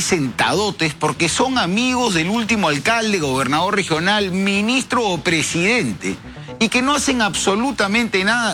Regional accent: Peru

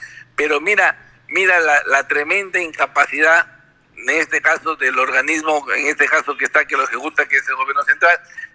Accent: Lambayeque, Peru; mejorar las condiciones de nuestra región Lambayeque

